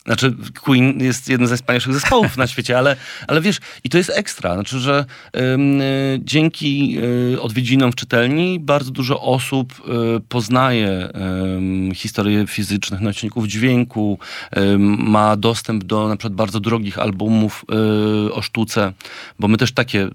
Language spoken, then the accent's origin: Polish; Warsaw, Masovian Voivodeship, Poland; ja jestem z Czerniakowa